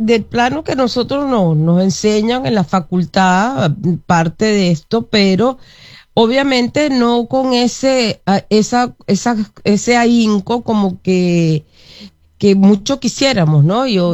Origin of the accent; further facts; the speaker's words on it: Venezuela; moved away as an adult; now in Uruguay; yo soy venezolana, pero bueno, me vine porque mi esposo